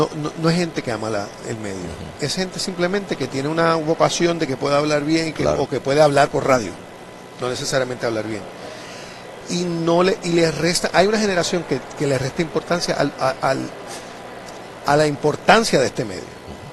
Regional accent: Ponce, Puerto Rico; now in San Juan, Puerto Rico; Yo trabajaba en una emisora FM acá en San Juan. Yo soy de Ponce originalmente.

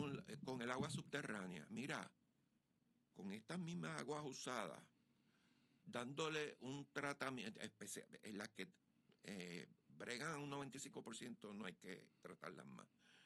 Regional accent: Puerto Rico

